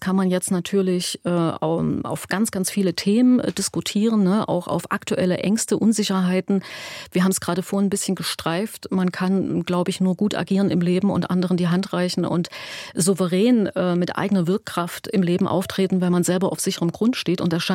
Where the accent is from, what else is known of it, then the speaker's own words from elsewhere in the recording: Leipzig, Saxony, Germany; ich komme aus Leipzig